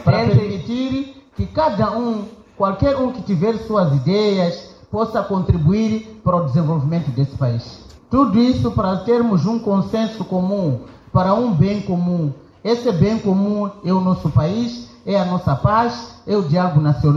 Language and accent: Portuguese; Mozambique; Todos nós somos moçambicanos